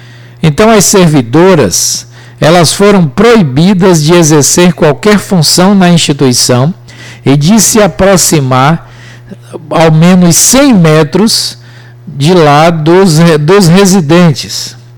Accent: Maragogipe, Bahia, Brazil; now in Muritiba, Brazil; Maragogipe, minha terrinha. Muritiba, a gente mora.

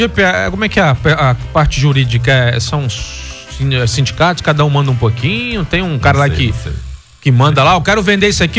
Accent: Northeast Brazil, Brazil; moved away; also born or lived in Maceió, Alagoas; eu sou do Nordeste, das cabritas.

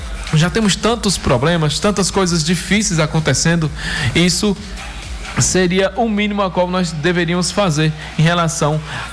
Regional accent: Brazil; somos brasileiros

